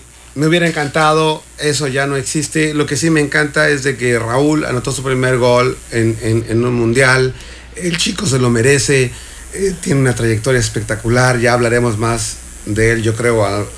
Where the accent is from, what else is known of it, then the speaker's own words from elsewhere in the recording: Mexico; sabemos que somos mexicanos